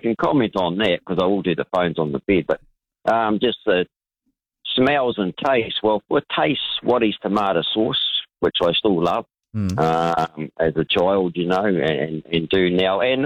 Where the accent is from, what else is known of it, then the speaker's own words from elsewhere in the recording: New Zealand; being a Kiwi.